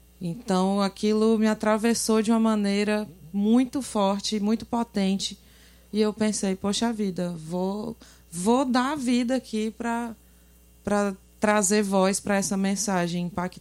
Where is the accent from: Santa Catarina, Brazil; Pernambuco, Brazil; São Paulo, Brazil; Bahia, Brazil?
Bahia, Brazil; Sou baiana. Sou baiana do extremo sul. Ali pertinho já do sudeste, né?